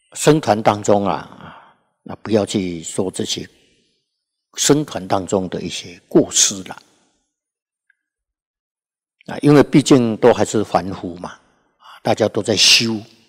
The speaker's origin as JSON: {"language": "Chinese", "country": "China", "said": "就是我们中国人讲改过的意思"}